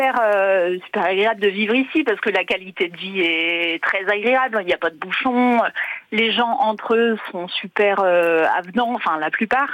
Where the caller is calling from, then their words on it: Occitanie, France; J'habite en Lozère, département le moins peuplé de France. Donc on n'est pas nombreux. Et c'est super agréable de vivre ici parce que la qualité de vie est très agréable. Il n'y a pas de bouchons.